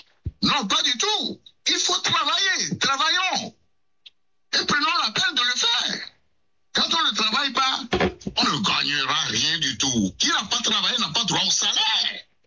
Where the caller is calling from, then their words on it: Benin; chez nous, au Bénin